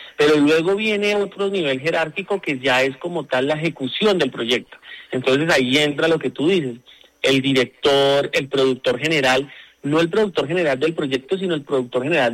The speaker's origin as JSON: {"language": "Spanish", "country": "Colombia"}